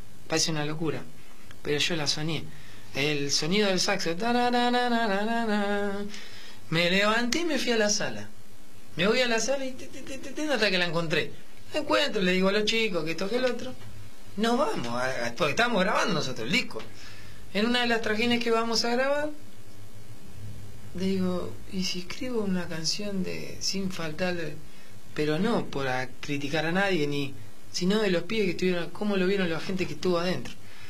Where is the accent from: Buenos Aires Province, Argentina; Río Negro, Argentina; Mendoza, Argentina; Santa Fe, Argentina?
Buenos Aires Province, Argentina; Berazategui; yo soy de Berazategui.